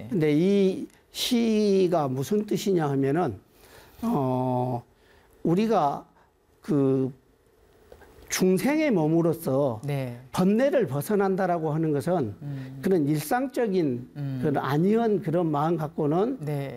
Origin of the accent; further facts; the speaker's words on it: Sinan County, South Jeolla, South Korea; 제 이제 그 고향이 전라남도 신안군에 있는 증도면이라고 바닷가 어촌마을이거든요. 그리고 이제 저희 집이 저희 어렸을 때에 그 고기 잡는 그런 배를 가지고 있었어요.